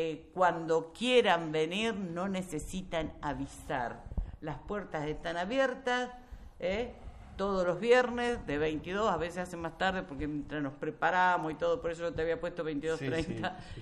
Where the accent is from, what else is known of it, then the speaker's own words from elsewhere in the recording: Quenumá, Buenos Aires Province, Argentina; also born or lived in Salliqueló; yo seguí en Salle Queló porque yo soy de Quenumá